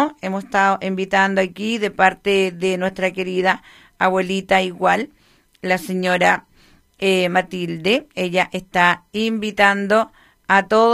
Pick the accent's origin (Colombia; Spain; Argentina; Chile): Chile; Obviamente, como buen chileno, toda actividad tiene q